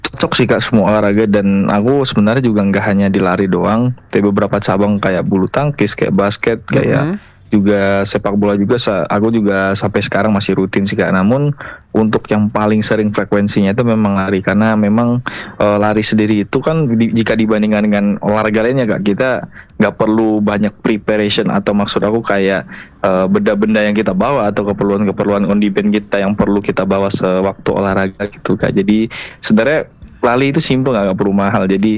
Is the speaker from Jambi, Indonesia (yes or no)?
no; Padang, West Sumatra, Indonesia; now in Bandung, Indonesia; Saya kebetulan asli Padang kak.